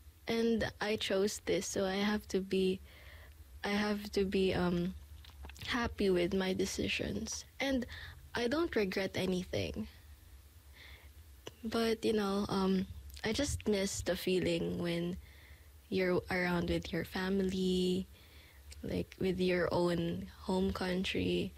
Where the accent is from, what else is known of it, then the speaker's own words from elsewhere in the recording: Philippines; moved away as an adult; now in New Zealand; I am living right now here in New Zealand, and my hometown is the Philippines